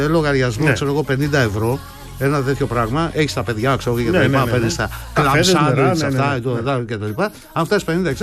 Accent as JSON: {"language": "Greek", "region": "Epirus", "country": "Greece", "said": "εγώ εκεί στα μέρη μας, ξέρω εγώ στην Πρέβεζα για παράδειγμα"}